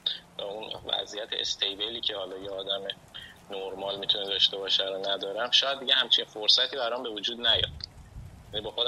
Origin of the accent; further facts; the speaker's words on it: Turkey; بهم گفت کجایی هستی، گفتم ترکیه، باز اونم دقیقا تا گفتم ترکیه چیز شد.